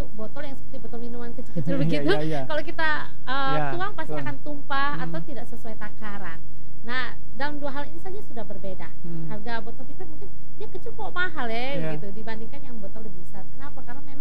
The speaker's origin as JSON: {"language": "Indonesian", "town": "Batu", "region": "East Java", "country": "Indonesia", "tie": "born or raised there", "moved": "yes", "lives_now": "Alor, Indonesia", "said": "memang betul saya bukan asli Alor. Saya asli dari Kota Batu, dari Kota Malang"}